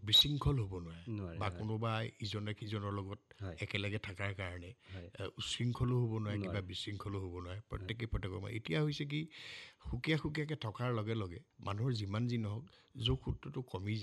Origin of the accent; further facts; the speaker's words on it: Henchua, Assam, India; কিন্তু আমাৰ এই ঘৰখনেই হেনচুৱাই মোৰ শৈশৱৰ। আমাৰ তাতেই পৰিয়ালৰ প্ৰায়খিনি মানুহে তাতেই জন্ম হওঁ যদি নাথাকক, সেইকাৰণে হেনচুৱাখন মোৰ একেবাৰে জন্মস্থান আৰু।